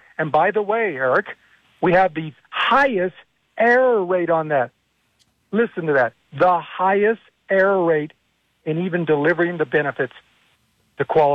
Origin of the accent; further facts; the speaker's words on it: Alamogordo, New Mexico, United States; I grew up on Medicaid. When I tore the cartilage in my knee in high school in cross country in Alamogordo, it was Medicaid that paid for it.